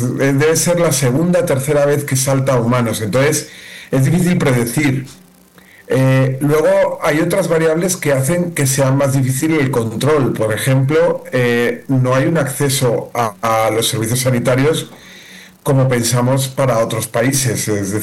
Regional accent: Galicia, Spain; yo en concreto dentro de España soy gallego

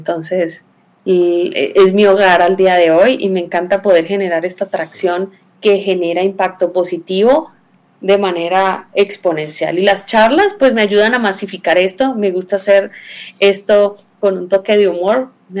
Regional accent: Venezuela; moved away as an adult; also born or lived in Russia; now in Quito, Ecuador; en Rusia. Vivía ya 6 años y luego llegué al Ecuador. Yo soy venezolana, tengo en el Ecuador 17 años ya.

